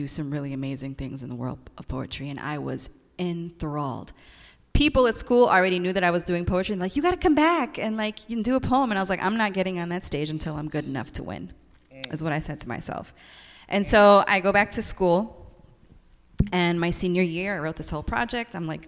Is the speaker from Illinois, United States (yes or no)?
yes; Chicago, Illinois, United States; but I grew up in Chicago Lawn, so I was always the only Puerto Rican.